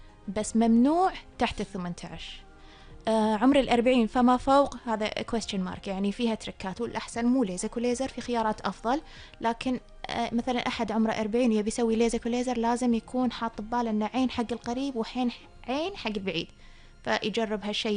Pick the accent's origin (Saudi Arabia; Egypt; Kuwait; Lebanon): Kuwait; عندنا بالكويت